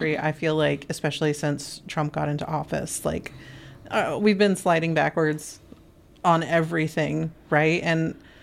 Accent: California, United States; now in Columbia, United States; I grew up in rural California, right? So same sort of situation. I grew up in a very Republican area and very conservative place.

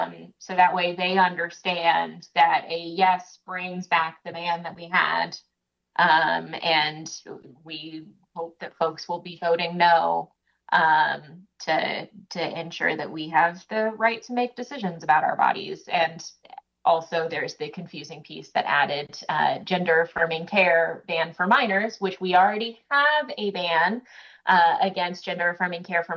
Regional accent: Missouri, United States; born there; also born or lived in Washington, District of Columbia, United States; It was time after 5 years for me to come back home and hopefully make change in my home state

